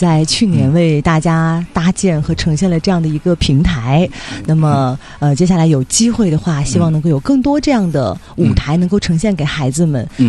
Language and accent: Chinese; Changchun, Jilin, China; 咱们长春人的性格。